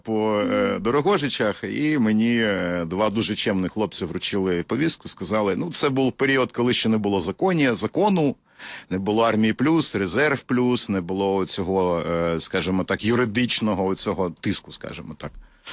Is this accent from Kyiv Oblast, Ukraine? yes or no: no; Poltava, Poltava Oblast, Ukraine; я взагалі-то з Полтави.